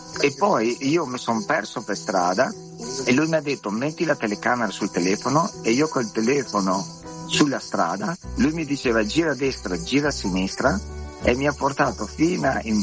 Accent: Trieste, Friuli-Venezia Giulia, Italy; moved away as an adult; now in Australia; sono nato a Trieste e ho abitato là fino a quando avevo 19 anni.

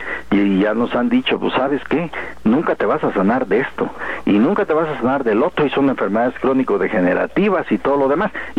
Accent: Oaxaca, Mexico; moved away; allá en mi pueblo, en Oaxaca

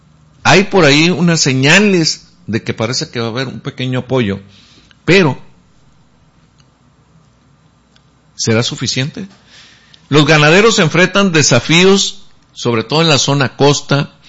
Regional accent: Mexicali, Baja California, Mexico; cuando somos de aquí de Mexicali

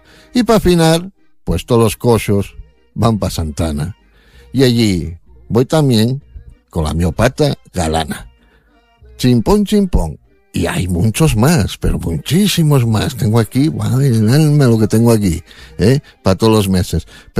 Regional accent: Asturias, Spain; Vaya como somos los asturianos, tío.

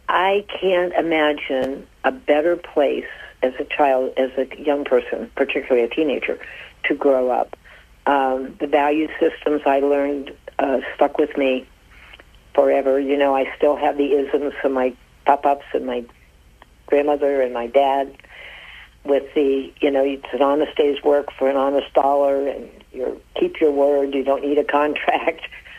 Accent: Medina, Ohio, United States; also born or lived in Alliance / Palm Beach; now in Tallahassee, United States; I'm from a small town in Ohio. I grew up in Medina. I was raised in Alliance and born in Alliance and spent some time there, but really raised in Medina, went to high school there, and love being from a small town.

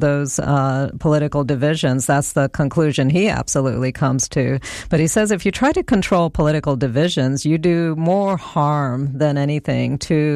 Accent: Statesboro, Georgia, United States; born or raised there; English is a second language; also born or lived in India

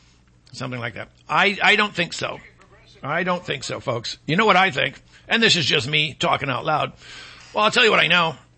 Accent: Michigan, United States; born there; my home state of Michigan.

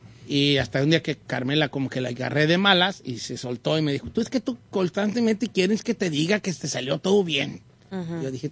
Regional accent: Guadalajara, Jalisco, Mexico; Es que yo soy de Guadalajara.

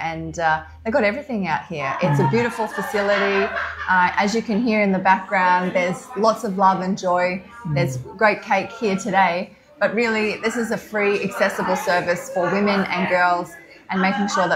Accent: Katherine, Northern Territory, Australia; And I said, I'm from the Territory. She's like, get out. And there you go. So from K-Town, Catherine, in the Northern Territory.

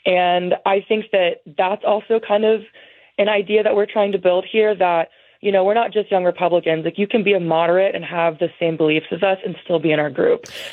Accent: Texas, United States; now in Chicago, United States; I am from Texas, so I do come from a red state

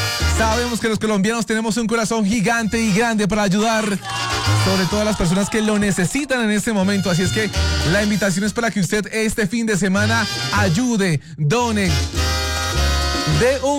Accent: Colombia; porque nos hemos unido como país, nos hemos unido como colombianos, como hermanos

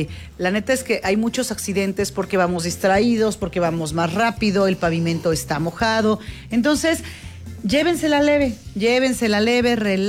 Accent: Querétaro, Mexico; Y mira que soy queretano.

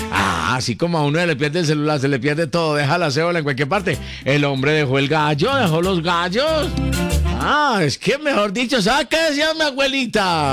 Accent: Colombia; Así somos los colombianos.

